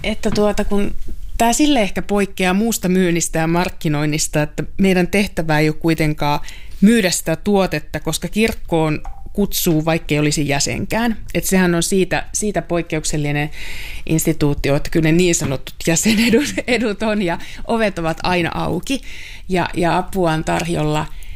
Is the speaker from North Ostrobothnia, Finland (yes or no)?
yes; North Ostrobothnia, Finland